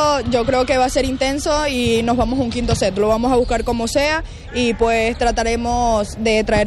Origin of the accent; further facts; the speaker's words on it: Venezuela; now in Ourense, Spain; ahorita ahí somos tres venezolanas en el equipo, y pues sin duda alguna con mis dos compañeras de Venezuela, que bueno, ya hemos jugado muchas veces juntas en Venezuela